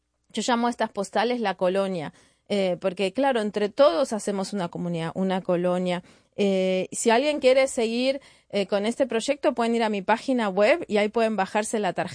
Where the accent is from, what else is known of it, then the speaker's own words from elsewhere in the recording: French Polynesia; Yo soy de Tahití, de la Polinesia, así que también traigo unos motivos japoneses de sashiko y diferentes formas de comprender las diferentes culturas sin apropiarse de la cultura.